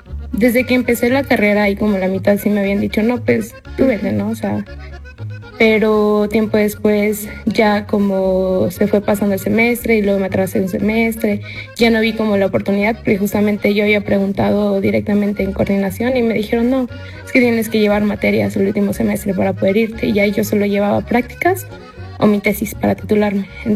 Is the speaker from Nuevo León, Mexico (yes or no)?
yes; Monterrey, Nuevo León, Mexico; moved away as an adult; now in Hidalgo, Mexico; yo soy de la ciudad de Monterrey y estudio biología en la Universidad Autónoma de Nuevo León.